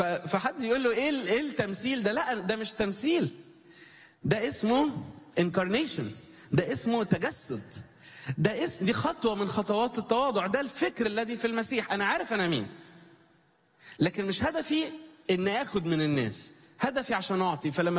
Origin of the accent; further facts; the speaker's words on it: Cairo, Cairo Governorate, Egypt; وانا جاي من القاهرة.